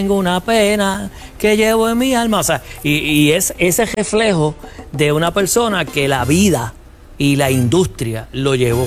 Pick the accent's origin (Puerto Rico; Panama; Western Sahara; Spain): Puerto Rico; Mayagüez; estoy en mi pueblo en Mayagüez.